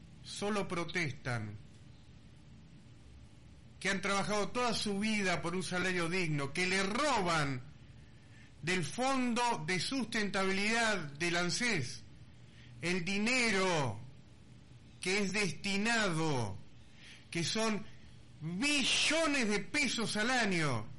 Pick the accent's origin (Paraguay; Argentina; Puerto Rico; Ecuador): Argentina; Todos somos argentinos.